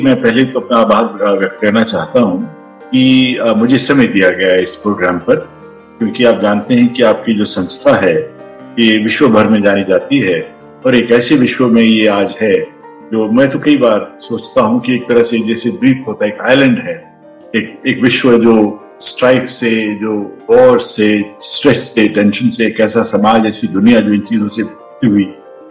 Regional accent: Haryana, India; मेरा जन्म 1955 में हुआ, फरवरी 1955 में। कुरुक्षेत्र के पास एक गांव है, एक कृषि परिवार से बिलोंग करता हूँ, आज भी इनसे जुड़ा हुआ हूँ।

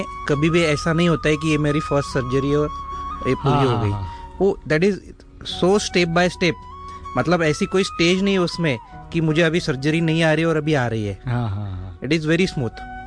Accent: Jalgaon, Maharashtra, India; मैं जलगांव महाराष्ट्र से हूँ, वहाँ पे प्रैक्टिस करता हूँ।

